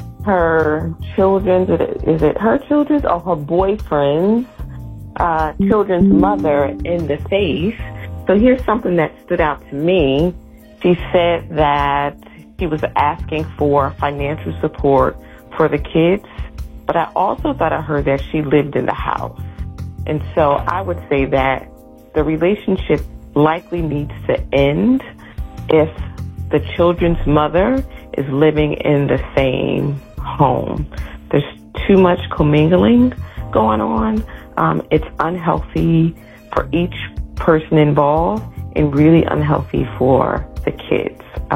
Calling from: California, United States; I am calling from Cali

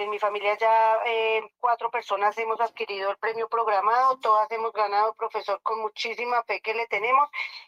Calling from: Nemocón, Cundinamarca, Colombia; yo lo estoy llamando acá desde Nemocón.

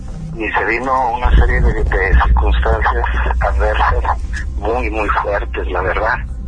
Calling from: Los Angeles, California, United States; Aquí en Los Ángeles.

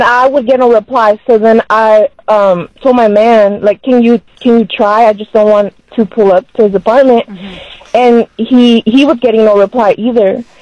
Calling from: Silicon Valley, California, United States; I'm from Silicon Valley.

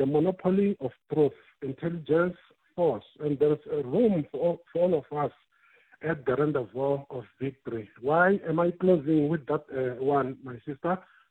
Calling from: Giyani, Limpopo, South Africa; the other tribal groups, such as mine, which are Mishitsoga speaking person, and Tsonga from Giani

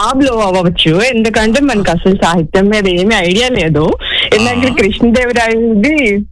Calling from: Visakhapatnam, Andhra Pradesh, India; మీ విజయనగరం పక్కనే మాది వైజాగ్ అనమాట.

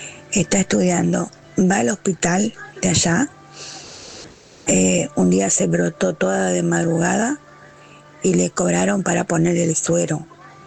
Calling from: San Cristóbal, Argentina

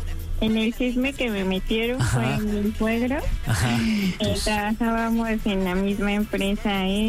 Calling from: Álvaro Obregón, Mexico City, Mexico; Soy del Álvaro Obregón.

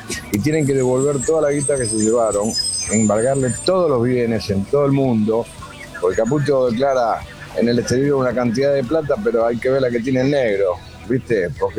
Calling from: Avellaneda, Buenos Aires Province, Argentina; de Avellaneda.

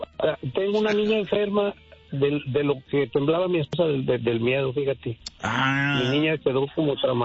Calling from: Jerez, Zacatecas, Mexico; Yo soy de Zacatecas. Soy de un pueblo de Jerez, de un rancho que se llama La Ermita de Guadalupe.

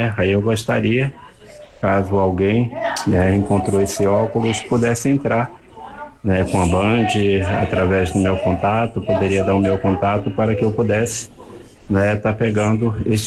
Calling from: Nilópolis, Rio de Janeiro, Brazil; eu sou de Nilópolis.

